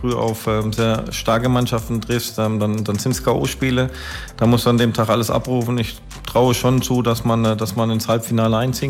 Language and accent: German; Germany; als Deutscher